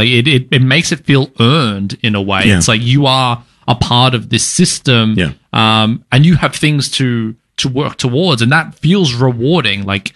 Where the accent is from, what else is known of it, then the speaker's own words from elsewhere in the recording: Australia; Like it feels, especially as an Australian who's, you know, our theme parks are a pretty standard fare.